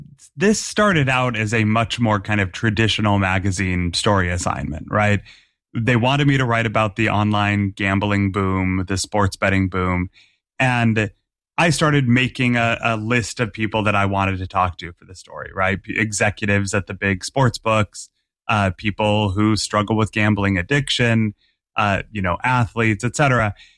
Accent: Massachusetts, United States; born or raised there

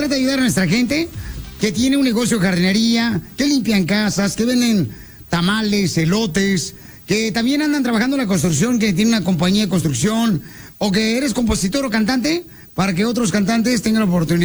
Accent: Ocotlán, Jalisco, Mexico; now in United States; Así como yo fui criado en Ocotlán y sigo siendo criado aquí en Estados Unidos.

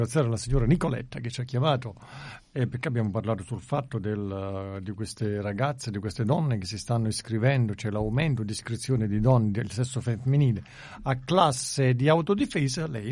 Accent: Southern Italy, Italy; perché siamo del sud.

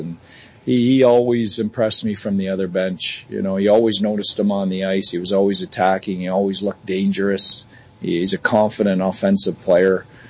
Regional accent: Ontario, Canada; Being back in Toronto, as a young player, I was drafted to the Leafs. I grew up in Ontario, Canada. It's always special coming back here.

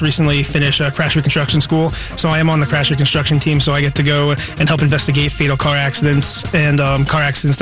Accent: New York, United States; moved away as an adult; now in Frederick, United States; I'm from New York originally, actually.

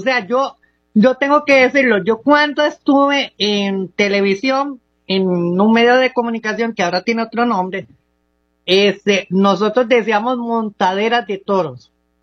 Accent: Las Juntas, Guanacaste, Costa Rica; now in Puntarenas, Costa Rica; soy avangareño porque me crié en las juntas de Avangares, aunque vivo en Punta Arenas, pero tengo mis raíces muy enraizadas en Guanacaste

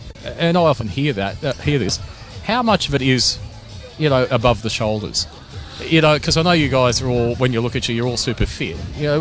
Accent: Melbourne, Victoria, Australia; Now I'm from Melbourne.

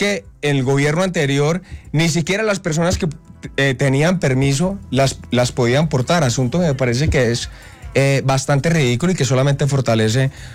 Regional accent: Cali, Valle del Cauca, Colombia; toda mi tierra, Cali, el Valle del Cauca

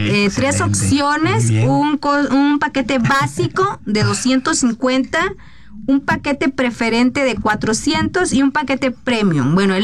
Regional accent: Veracruz, Mexico; porque soy de Veracruz

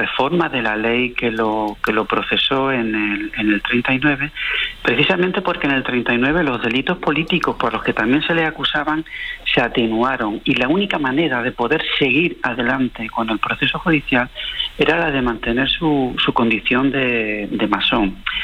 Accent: Granada, Andalusia, Spain

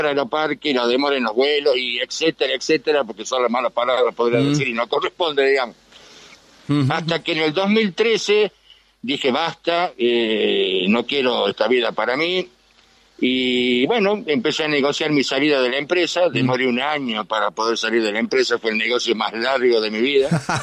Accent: Tucumán, Argentina; now in Salta, Argentina

